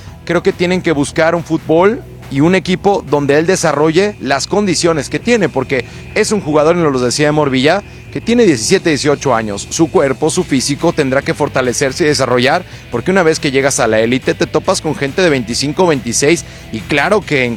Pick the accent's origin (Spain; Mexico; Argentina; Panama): Mexico; Cuando son estos chicos maravilla que a nosotros no nos pasa como mexicanos